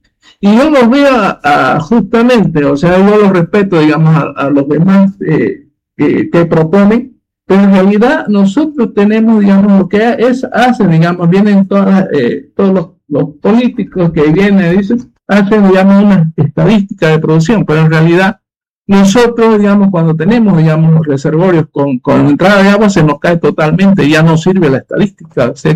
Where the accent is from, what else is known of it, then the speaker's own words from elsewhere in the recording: Bolivia; nosotros, como bolivianos, tenemos que tener en cuenta lo siguiente